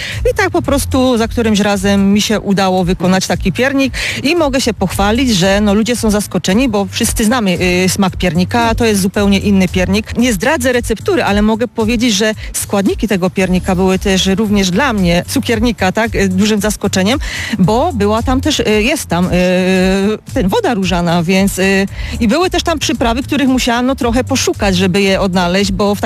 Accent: Izbicko, Opole Voivodeship, Poland; Dzień dobry … jestem z Izbicka, od ponad 13 lat prowadzę swoją cukiernię artystyczną.

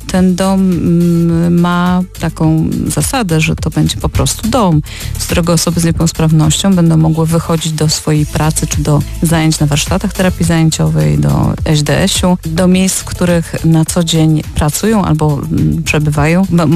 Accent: Opole, Opole Voivodeship, Poland; Bo my jesteśmy z Opola.

